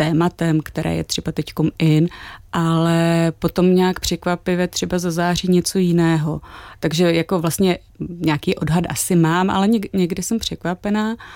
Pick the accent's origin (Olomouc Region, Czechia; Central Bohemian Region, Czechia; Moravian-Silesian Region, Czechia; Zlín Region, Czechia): Moravian-Silesian Region, Czechia; Ostrava; now in Prague, Czechia; sama jsem z Ostravy a vrátila jsem se tam, když už jsem žila v Praze